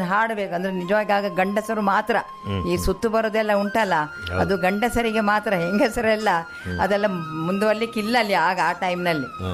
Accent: Panambur, Karnataka, India; ನಾನು ಹುಟ್ಟಿದ್ದು ಪಣಂಬೂರಿನಲ್ಲಿ.

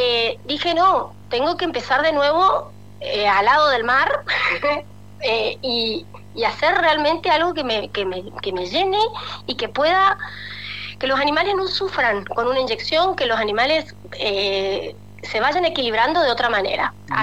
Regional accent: Chaco, Argentina; moved away as an adult; now in Punta Ballena, Uruguay; Soy del Chaco, del norte de la Argentina.

